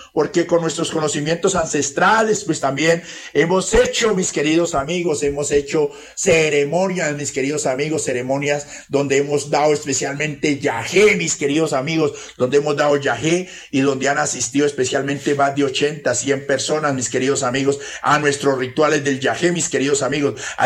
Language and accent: Spanish; Putumayo, Colombia; Yo soy de un pueblo bastante, bastante lejano, mis queridos amigos, como es mi tierra Putumayo, mis queridos amigos, mi tierrita Putumayo.